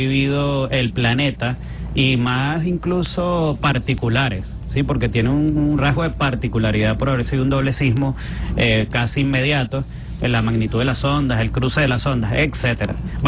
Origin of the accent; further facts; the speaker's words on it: Venezuela; yo tengo que usar la lógica como venezolana